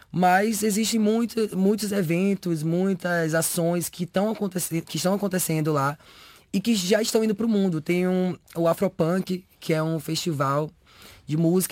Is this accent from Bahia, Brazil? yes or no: yes; Salvador, Bahia, Brazil; born there; moved away; also born or lived in Simões Filho; Eu sou Simões Filhense, que é. Eu nasci em Simões Filho, que é uma região metropolitana de Salvador. Mas minha família sempre morou em Salvador. Mas é isso, eu sou lá e cá, entendeu?